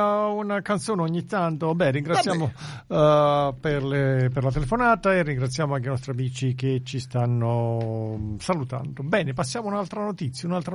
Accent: Campania, Italy; now in Australia; E io sono irpino e vengo dal Partenio, vicino Partenio.

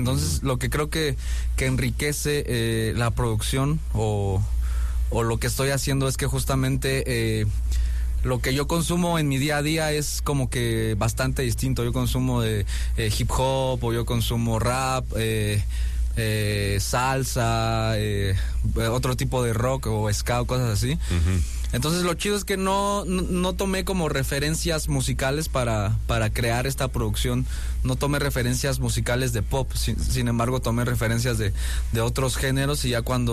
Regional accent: Gustavo A. Madero, Mexico City, Mexico; Sí, porque ese es ese punto medio donde yo crecí en la Gustavo Amadero, ¿no?

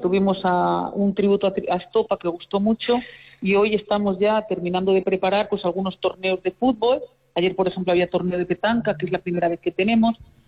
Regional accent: Alfacar, Andalusia, Spain; soy hija de Rafaela, soy hija, nieta de … de Benalúa de las Villas. Aquí en Alfacar, pues soy la … Y bueno, pues

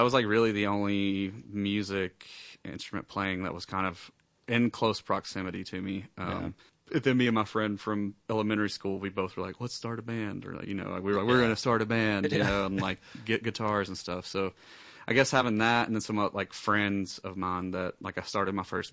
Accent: Calhoun, Georgia, United States; moved away as an adult; now in Chattanooga, United States; I'm from Calhoun.

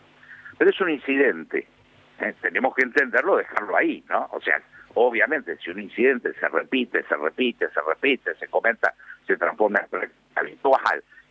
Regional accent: Argentina; Yo creo que somos muchos los argentinos, incluyéndome

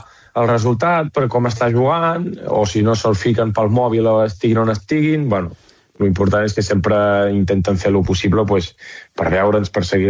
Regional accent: Vic, Catalonia, Spain; jo soc de Vic, què vols, fill meu?

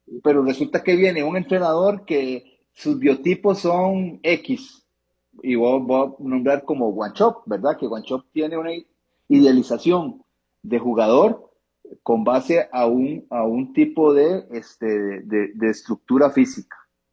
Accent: Costa Rica; este es lo que nos caracteriza como ticos

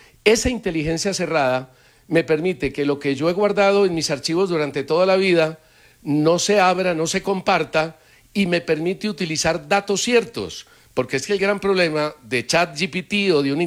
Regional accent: Colombia; Y usted ya conoce cómo somos los colombianos.

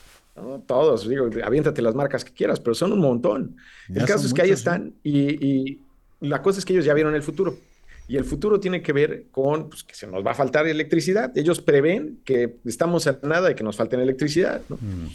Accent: Mexico; es que la verdad no hemos aprendido mucho, Enrique, como mexicanos.

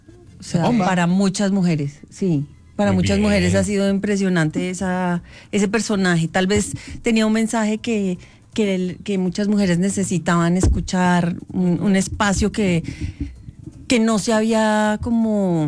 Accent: Medellín, Antioquia, Colombia; born or raised there; now in Bogotá, Colombia

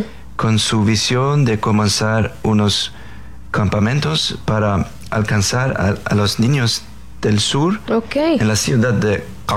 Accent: Faroe Islands; first language Faroese; Spanish is a second language; Ya hablo faroés, naturalmente es mi lengua materna, también danés y noruega, sueco, más o menos... que son lenguas similares.

